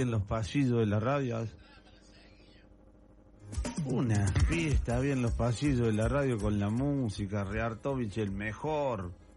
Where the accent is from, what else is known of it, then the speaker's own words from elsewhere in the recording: Alta Gracia, Córdoba, Argentina; Yo soy de Altagracia. Acá en lugar de Musimundo está New City.